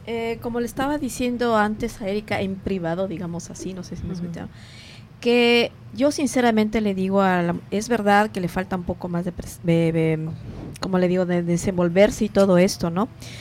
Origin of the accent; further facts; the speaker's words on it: Ecuador; now in Belgium; esa cultura que tenemos en casa, la ecuatoriana